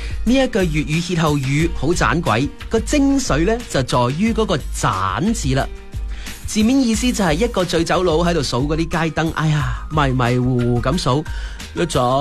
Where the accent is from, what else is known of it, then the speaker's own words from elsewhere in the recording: Guangdong, China; 我哋广东人